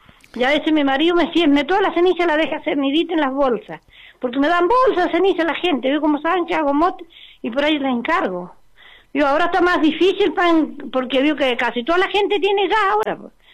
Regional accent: Las Ovejas, Neuquén, Argentina; moved away; Yo nací en Las Ovejas, para arriba, vivía en Ranquileo, allá. Mis abuelos eran chilenos. Ellos llegaron de Chile cuando mi papá tenía 5 años

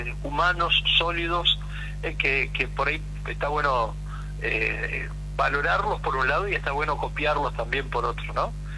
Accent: Argentina; somos todos argentinos

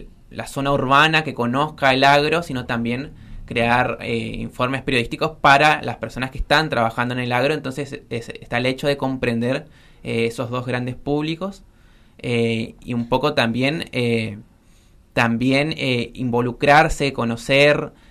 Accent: San Ignacio, Misiones, Argentina; Bueno, yo vengo de San Ignacio, no está tan lejos, pero ajá, sí

